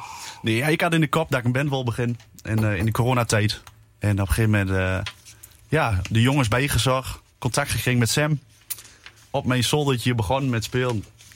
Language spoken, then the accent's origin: Dutch; Overijssel, Netherlands; Ja, echt Twents. Ontstaan in Twente natuurlijk. We komen alle 4 uit Twente.